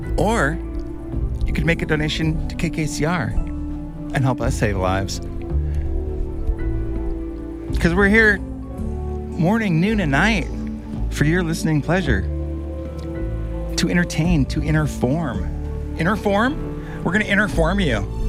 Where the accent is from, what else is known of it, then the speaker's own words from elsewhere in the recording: Arizona, United States; You know, when I was young, I grew up in Arizona. And they had these great big, big skies.